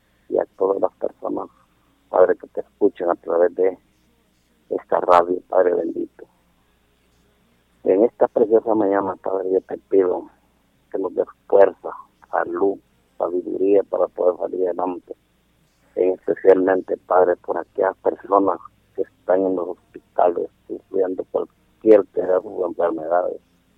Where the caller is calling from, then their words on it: Honduras; Lo llamo de Paterique.